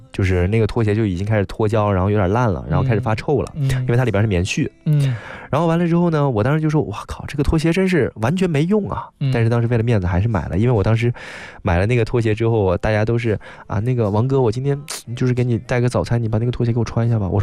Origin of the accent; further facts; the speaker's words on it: Guangdong, China; 因为像我们广东这边的话，就是比较热吧